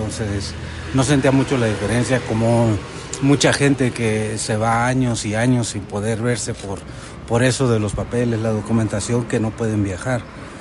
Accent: Mexico City, Mexico; born there; moved away; Yo nací aquí en la Ciudad de México.

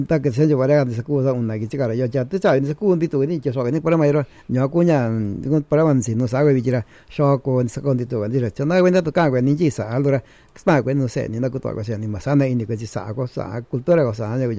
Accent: Oaxaca, Mexico

